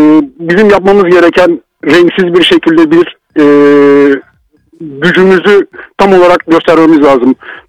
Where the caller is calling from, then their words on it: İzmir, Turkey; İzmir'den arıyorum sizi.